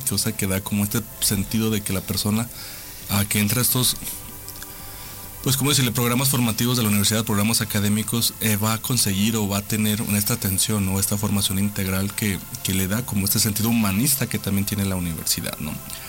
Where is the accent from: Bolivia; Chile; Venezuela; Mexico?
Mexico